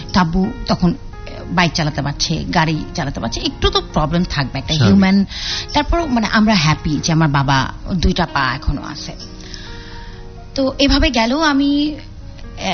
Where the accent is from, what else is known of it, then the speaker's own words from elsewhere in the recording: Gaibandha, Rangpur Division, Bangladesh; আমি খুবই ছোট একটা শহর থেকে বেড়ে উঠেছি, গাইবান্ধা। গাইবান্ধা আমরা দুই ভাই দুই বোন, আমার স্কুলিংটা ওখানে।